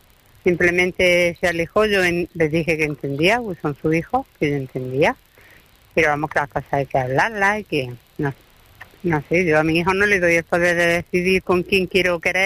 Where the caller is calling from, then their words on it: Granada, Andalusia, Spain; de Granada